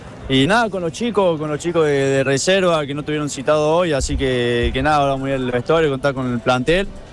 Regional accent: Córdoba, Argentina; No, yo llego cerca acá de Los Paraísos con mi viejo. No, yo me crié acá en Los Paraísos

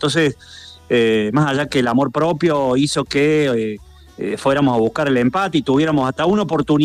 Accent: Argentina; triste como cualquier argentino en este momento.

